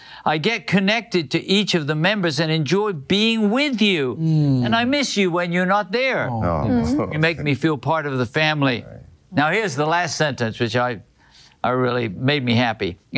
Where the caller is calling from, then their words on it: Canada; I'm watching from Canada.